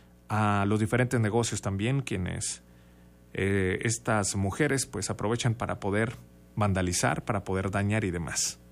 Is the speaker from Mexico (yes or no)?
yes; Chihuahua, Mexico; No hay que olvidar que somos mexicanos, somos chihuahuenses.